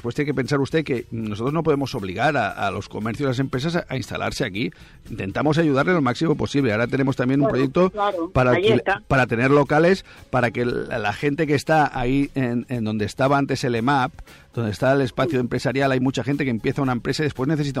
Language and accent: Spanish; Cunit, Catalonia, Spain; yo también me acuerdo de cómo era Cunit antes, yo también me acuerdo, pero ha cambiado, antes éramos 800 personas, ahora somos 18.000, ha cambiado el pueblo